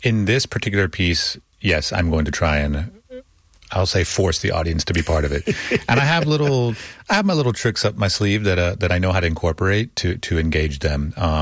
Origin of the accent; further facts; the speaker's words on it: Austin, Texas, United States; I grew up in Austin, but I spent a lot of time in Laredo.